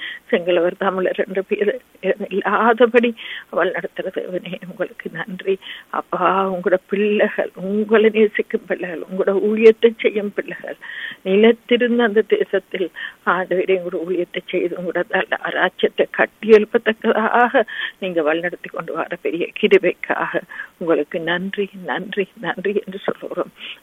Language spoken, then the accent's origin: Tamil; Sri Lanka; moved away; நாங்க பிறந்து வளர்ந்த அந்த சிறிய தீவுக்காக